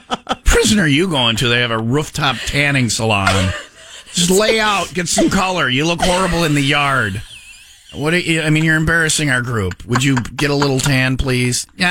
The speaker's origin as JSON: {"language": "English", "region": "New Jersey", "country": "United States", "said": "It's a small state. I'm from Jersey."}